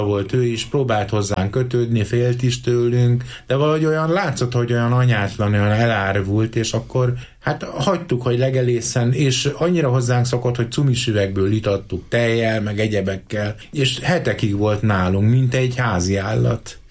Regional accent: Domoszló, Heves, Hungary; moved away; also born or lived in Gyöngyös; ahogy én ott laktam konkrétan a Mátra lábánál, a Széchenyi utcában, Domoszlón. Kezdjük azzal, hogy eleve a Mátrában születtem Gyöngyösön

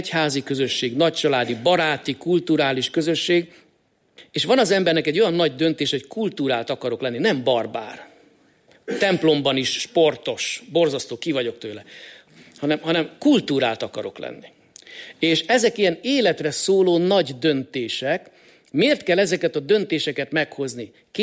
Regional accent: Greece; én görögként hadd mondjam

